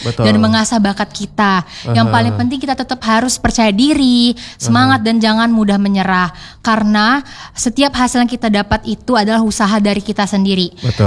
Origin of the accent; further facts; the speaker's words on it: Palembang, South Sumatra, Indonesia; Karena kan saya ini dari Indonesia dan dari Palembang gitu.